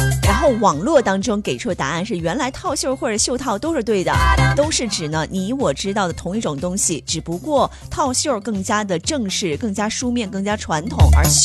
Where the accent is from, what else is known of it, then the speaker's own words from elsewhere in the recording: Guiyang, Guizhou, China; 因为我的家乡是在贵州贵阳，然后冬天的话还是有点冷啊，虽然比不上东北那边，